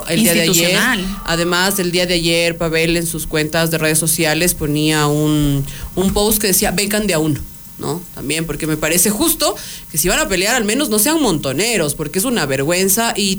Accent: Quito, Pichincha, Ecuador; somos nosotros los quiteños.

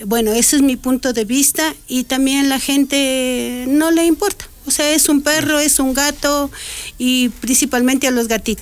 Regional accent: Tulcán, Carchi, Ecuador; accent: Carchi; now in San Antonio de Pichincha, Ecuador; Actualmente vivo en San Antonio de Pichincha, yo soy de Tulcán, si es que no se han dado cuenta por mi acento característico de mi hermosa provincia, El Carchi.

